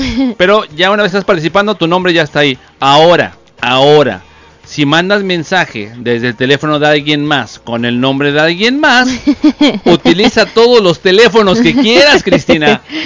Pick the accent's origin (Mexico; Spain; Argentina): Mexico; así es algo que tenemos los mexicanos, que cualquier pretexto aprovechamos para hacer una fiesta.